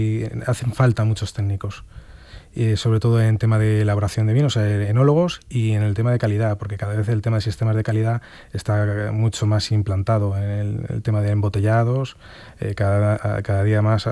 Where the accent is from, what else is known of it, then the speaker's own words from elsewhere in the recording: Castilla-La Mancha, Spain; also born or lived in Logroño, La Rioja; Yo soy de aquí, de Castilla-La Mancha, pero yo me tuve que salir fuera, a La Rioja.